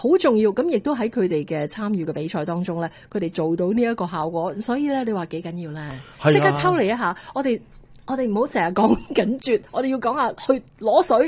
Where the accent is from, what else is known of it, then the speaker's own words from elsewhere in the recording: Canada; 我哋加拿大人